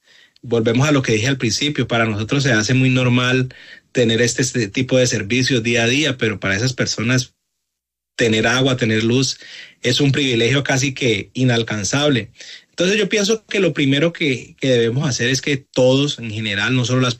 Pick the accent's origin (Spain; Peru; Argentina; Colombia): Colombia; Cali, Valle del Cauca; moved away as an adult; now in Tampa, United States; yo soy de Cali, y pues lo que es alrededor de Cali, todo el tema del Cauca, vivimos todo este flagelo